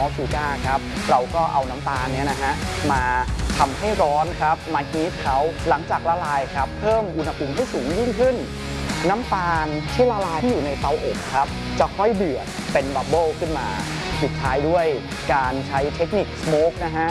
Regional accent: Chiang Mai, Thailand; born or raised there

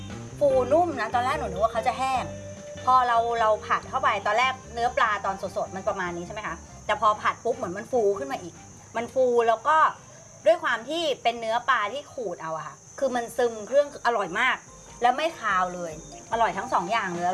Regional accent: Southern Thailand, Thailand; เราเป็นคนใต้

